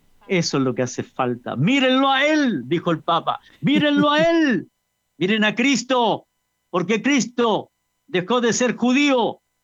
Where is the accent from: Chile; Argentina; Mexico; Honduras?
Chile; Yo soy dueño de Chile. Nosotros somos los dueños de Chile porque somos los ciudadanos.